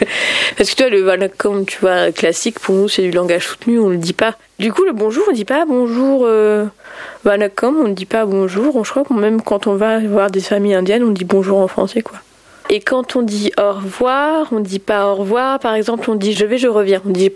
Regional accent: Auxerre, Bourgogne-Franche-Comté, France; now in Paris, France; Ouais, je suis née et j'ai grandi à Auxerre.

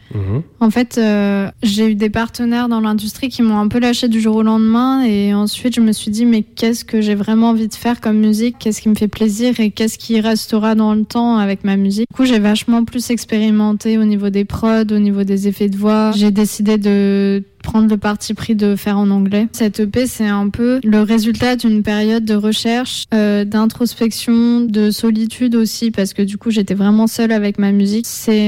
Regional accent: France; accent: French; ça reste moi, je suis française, donc forcément il y a une trace.

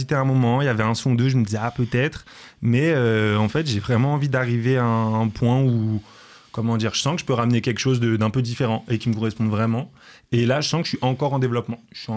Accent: Paris, Île-de-France, France; now in Clermont-Ferrand, France; je suis un Clermontois d'adoption. J'ai grandi à Paris.

